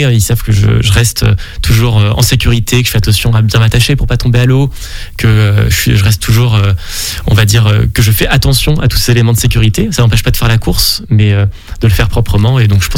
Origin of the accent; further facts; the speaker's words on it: Paris, Île-de-France, France; also born or lived in Nancy / Lille; J'ai grandi, alors mes parents sont originaires du Grand Ouest, mais j'ai suis né à Nancy, j'ai grandi à Paris, à Lille, au gré des déménagements de mon père pour son travail.